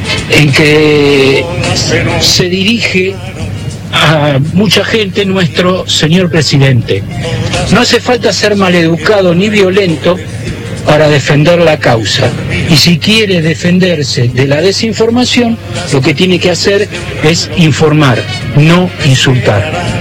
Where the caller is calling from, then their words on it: Argentina; Buen día, soy … de Temple